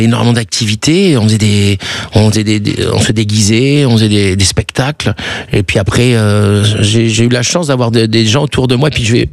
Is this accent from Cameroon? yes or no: no; France; accent: French; Heureusement qu'ils disaient que j'étais charming, enfin mon petit côté French avec mon accent